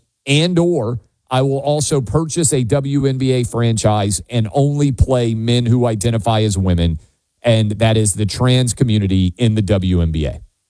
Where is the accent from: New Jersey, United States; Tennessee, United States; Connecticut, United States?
Tennessee, United States; Nashville; born or raised there